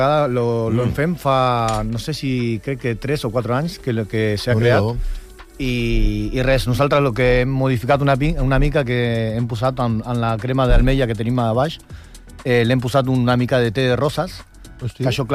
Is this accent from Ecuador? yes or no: no; Argentina; moved away; sóc argentí